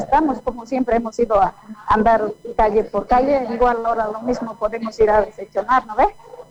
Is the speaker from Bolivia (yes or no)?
yes; Montero, Santa Cruz, Bolivia; Yo soy montereña aquí. Yo soy montereña, son 65 años que vivo aquí. Y yo soy comerciante, vivo en el Distrito 3, enfrente a la Plaza Villa Cochabamba.